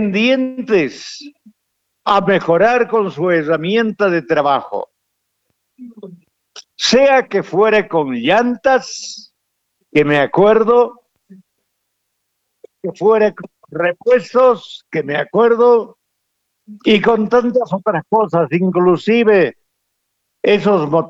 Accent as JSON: {"language": "Spanish", "country": "Bolivia", "said": "¿qué somos, y aquí me incluyo, qué somos los bolivianos"}